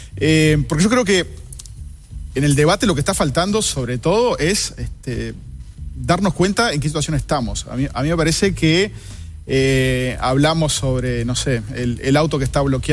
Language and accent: Spanish; Uruguay